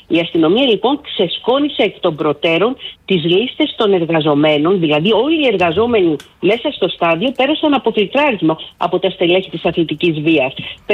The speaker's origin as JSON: {"language": "Greek", "country": "Greece", "said": "η νίκη του Ολυμπιακού μας έκανε περήφανους σαν Έλληνες."}